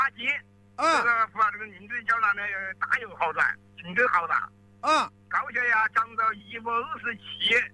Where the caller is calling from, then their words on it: Hubei, China; 我是全家浩口镇万岁一族。